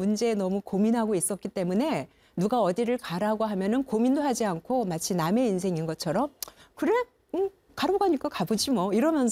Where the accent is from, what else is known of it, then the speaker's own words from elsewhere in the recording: Gangwon, South Korea; 제가 강원도 고향이 강원도인데